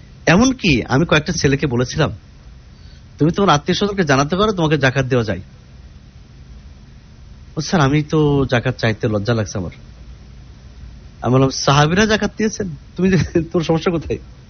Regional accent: Kushtia, Khulna Division, Bangladesh; অনেক মানুষ আসতে চায় দূরের থেকে, রংপুর, দিনাজপুর, আমার বাড়ি যেমন কুষ্টিয়া, সিলেট, চট্টগ্রাম, সারা দেশ থেকে আসে।

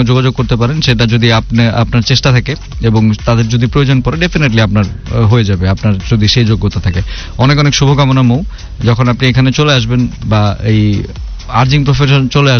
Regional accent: Bangladesh; আমি বাংলাদেশি ভাই, আমি চাইনিজ ভাষা বুঝি না

